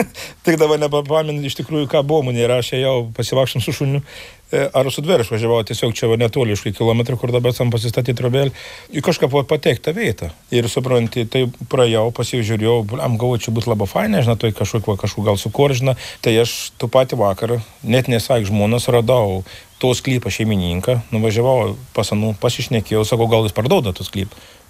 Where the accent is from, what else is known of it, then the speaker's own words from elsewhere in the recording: Viekšniai, Telšiai County, Lithuania; esam Viekšnius, kadangi aš sakau, aš esu Viekšniškis ir aš kaip, nu, sakau visiems ir sakau, aš iš Viekšnių